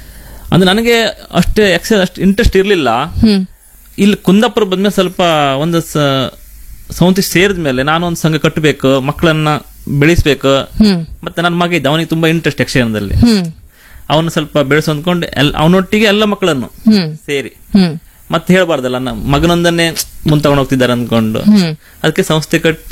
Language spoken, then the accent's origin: Kannada; Kumta, Karnataka, India; ನನ್ನ ಊರು ಉತ್ತರ ಕನ್ನಡ, ಕುಮಟಾ ತಾಲೂಕು.